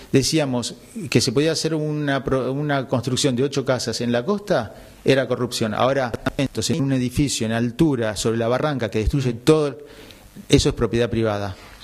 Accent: Boulogne Sur Mer, Buenos Aires Province, Argentina; nosotros somos de Boulogne

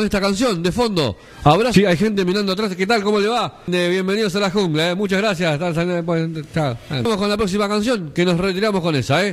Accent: Argentina

